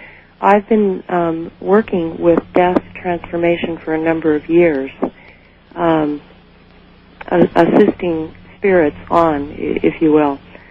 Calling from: Rochester, Washington, United States; I'm calling from Rochester, Washington.

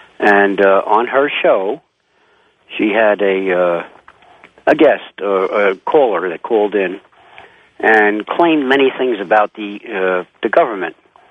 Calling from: New York, United States; Oh, I'd like to say, first of all, good morning, because I'm from New York.

